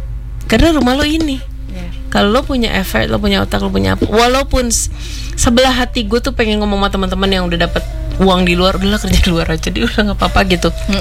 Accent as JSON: {"language": "Indonesian", "country": "Germany", "tie": "born or raised there", "lives_now": "Indonesia", "said": "Kan gue lahir besar di Jerman dengan Pak Habibie dan segala macam."}